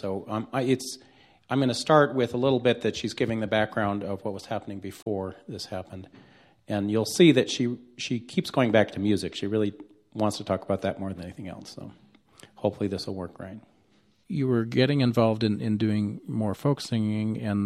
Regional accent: Taos, New Mexico, United States; You know, I grew up in Taos in the 50s with my parents

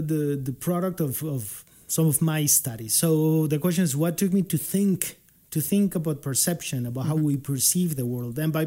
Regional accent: Bogota, Bogotá, Colombia; English is a second language; moved away as an adult; also born or lived in Binghamton, New York / Nashville, Tennessee; now in Spokane, United States; Yeah, I was born and raised in Bogota.

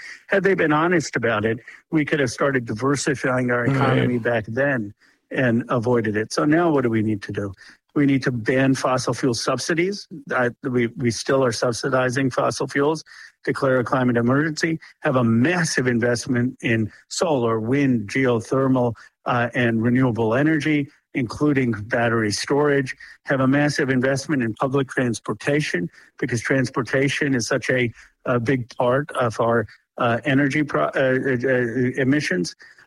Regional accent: Pennsylvania, United States; That used to be the American dream when I was growing up in Bucks County, Pennsylvania.

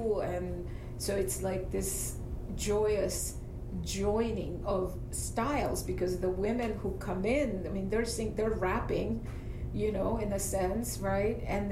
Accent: El Salvador; moved away; I was from El Salvador, but I was Latin American.

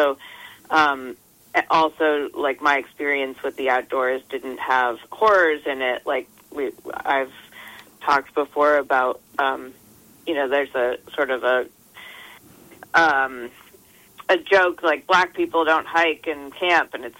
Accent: Massachusetts, United States; as a white woman growing up in Massachusetts, I always felt, you know, growing up specifically in, you know, rural or sort of a wooded area

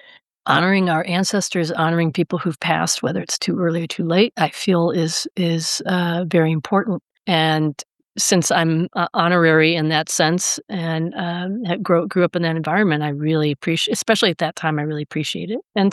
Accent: Skokie, Illinois, United States; I grew up in Skokie, which is, you know, Evanston Skokie, the Skevinston, what they call that.

